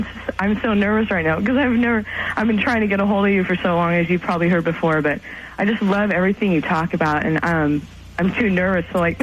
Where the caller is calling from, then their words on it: California, United States; I'm calling from California.